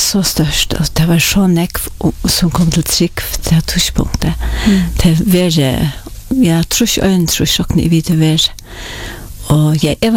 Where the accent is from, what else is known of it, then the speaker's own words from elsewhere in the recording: Klaksvík, Norðoyar, Faroe Islands; Jag är uppvuxen i Klagsvik. Och jag är född i Surveje. Bodde först i 5 år i Surveje. Och så flottade föräldrarna med Klagsvik.